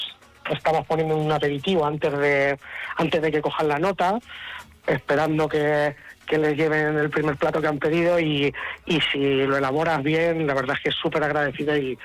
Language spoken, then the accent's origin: Spanish; Albacete, Castilla-La Mancha, Spain; yo soy de Albacete y conozco Albacete